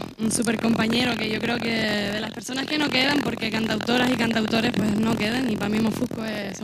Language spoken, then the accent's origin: Spanish; Canary Islands, Spain; Yo soy canariona